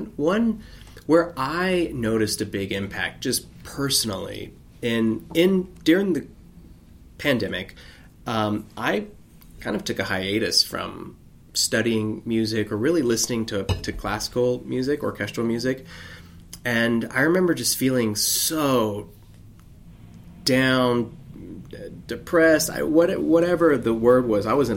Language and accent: English; Alabama, United States; I grew up in Alabama, and you know, I went to a high school of, it was 90.